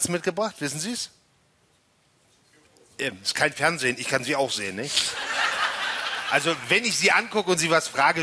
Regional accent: Magdeburg, Saxony-Anhalt, Germany; Fallen mir als Magdeburger ein paar Brücken ein, nicht?

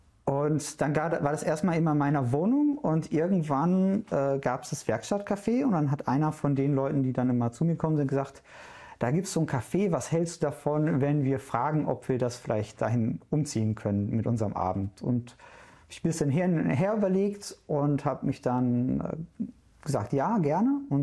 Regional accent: Duisburg, North Rhine-Westphalia, Germany; also born or lived in Essen / Düsseldorf; now in Dessau, Germany; Ich bin geboren in Essen, aber ich sage immer, ich komme aus Duisburg, weil ich meine ganze Schulzeit da verbracht habe. Die Blitzvariante wäre, ich bin in Essen geboren, in Duisburg aufgewachsen, habe in Mülheim Zivildienst gemacht.

